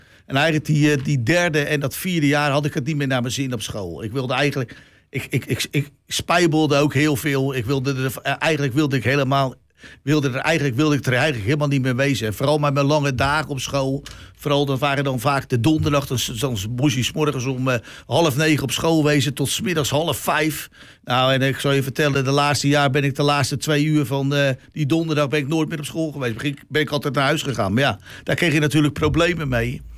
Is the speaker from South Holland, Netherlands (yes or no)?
yes; Noordwijk, South Holland, Netherlands; Ik ben geboren in de Heilige Geestweg 43 in Noordwijk.